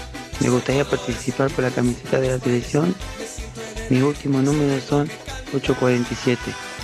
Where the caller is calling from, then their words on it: San Andrés de Giles, Buenos Aires Province, Argentina; Lo escuchamos todos los días con mi padre de acá, de San Andrés de Giles.